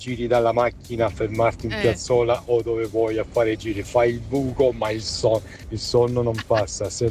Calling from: Veneto, Italy; Vengo da Padova, dalla provincia di Padova.

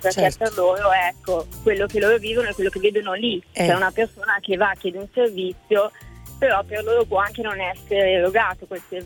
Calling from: Milan, Lombardy, Italy; io chiamo da Milano.

